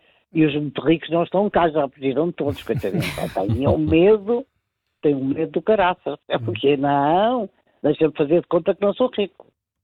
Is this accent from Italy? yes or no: no; Portugal; born there; Eu amo a minha pátria. É o sítio onde eu nasci, é o sítio onde eu vou morrer.